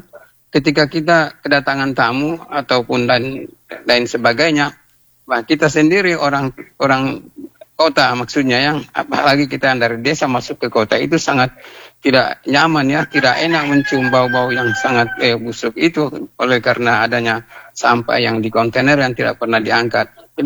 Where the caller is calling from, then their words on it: Tolitoli, Central Sulawesi, Indonesia; kita ini orang Toli-Toli